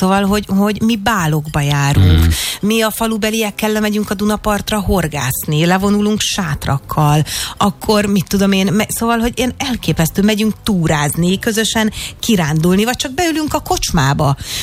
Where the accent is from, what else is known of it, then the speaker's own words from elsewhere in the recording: Hungary; now in Slovakia; Ott is élek, igen. És sőt, van tartózkodási engedélyem is. Hmm. De magyar vagyok. Hmm. És van magyar lakcímem is.